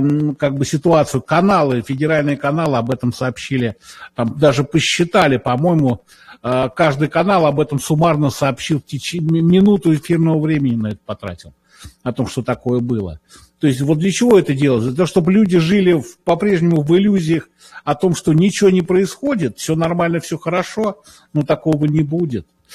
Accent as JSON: {"language": "Russian", "region": "Moscow", "country": "Russia", "said": "Я сам из Москвы, поэтому мне не то чтобы было больно на это смотреть"}